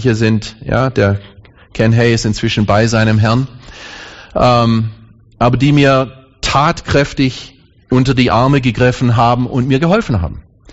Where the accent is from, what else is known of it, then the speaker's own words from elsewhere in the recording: Thuringia, Germany; Ich komme aus dem Thüringer Wald. Wer ist schon mal im Thüringer Wald gewesen hier?